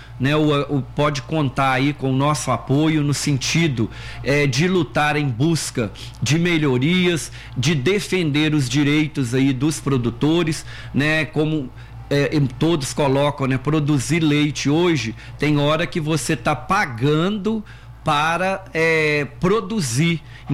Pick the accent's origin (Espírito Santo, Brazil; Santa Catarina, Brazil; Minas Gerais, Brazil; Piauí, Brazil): Minas Gerais, Brazil; Pompéu; Eu sou aqui de Pompéu